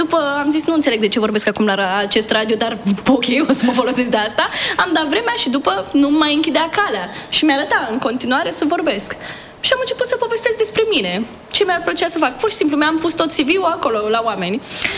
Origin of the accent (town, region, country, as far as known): Iași, Iași County, Romania